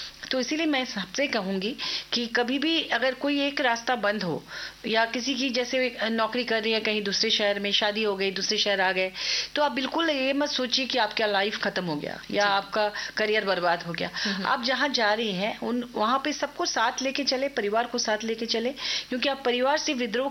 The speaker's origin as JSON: {"language": "Hindi", "town": "Ranchi", "region": "Jharkhand", "country": "India", "tie": "born or raised there", "said": "चूंकि मेरा जन्म रांची में ही हुआ है, यहीं पढ़ी लिखी हूँ, यहीं स्कूलिंग हुई है, तो हिंदी यहाँ पर चूंकि हिंदी मेन लैंग्वेज है, तो घर में तो बांग्ला में बोलते रहे या बंगाली ही लोगों से तो बांग्ला में ही बात करते"}